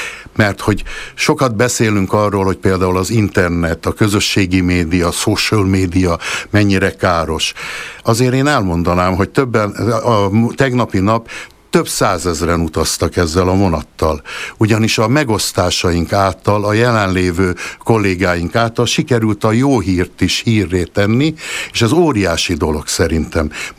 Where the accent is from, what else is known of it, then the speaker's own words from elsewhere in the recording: Erdőkürt, Nógrád, Hungary; moved away; az én szülőfalumban vannak a pálos nővérek, egyetlen egy monostoruk van a magyar pálos nővéreknek, Erdőkürtön